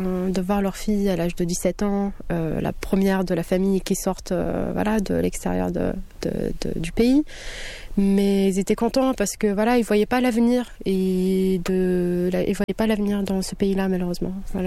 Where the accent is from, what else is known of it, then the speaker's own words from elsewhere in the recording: Kabylie, Algeria; moved away as an adult; also born or lived in Norway / Colombia / Japan / Serbia; je suis algérienne, kabyle, des montagnes du coup de Nord d'Afrique, où j'ai grandi 17 ans de ma vie en Algérie.